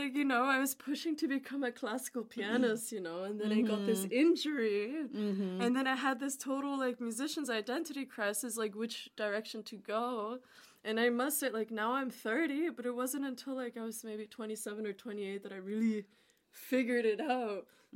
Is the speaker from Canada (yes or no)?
yes; Canada; oh, where are you from? Oh yeah, I'm Canadian. Oh no, where are you actually? I'm Kurdish.